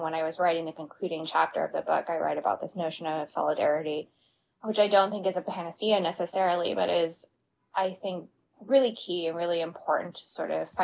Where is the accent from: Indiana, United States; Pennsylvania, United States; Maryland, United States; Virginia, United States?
Virginia, United States; But growing up where I did